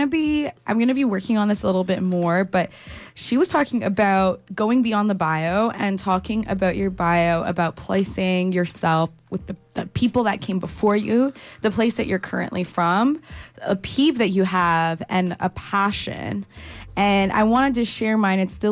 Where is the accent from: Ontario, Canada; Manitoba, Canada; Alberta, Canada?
Ontario, Canada; Toronto; born there; Sometimes I say my family immigrated from Ethiopia. Sometimes I say I'm born from Toronto.